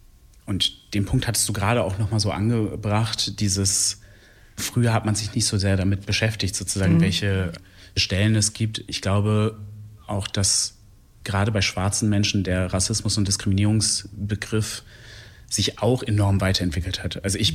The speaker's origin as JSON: {"language": "German", "town": "Göttingen", "region": "Lower Saxony", "country": "Germany", "tie": "born or raised there", "moved": "yes", "lives_now": "Bremen, Germany", "said": "Ich bin tatsächlich in Göttingen aufgewachsen."}